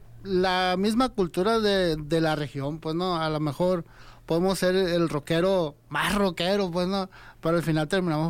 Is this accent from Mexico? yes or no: yes; Sonora, Mexico; Yo soy parte de los barrios más antiguos de la ciudad. En este aspecto, La Matanza, formado por yaquis originarios desde tiempos inmemoriales, ¿no? Crecí rodeado con la cultura yaqui, danza del venado, el pascola, las ceremonias de los fariseos, la cuaresma.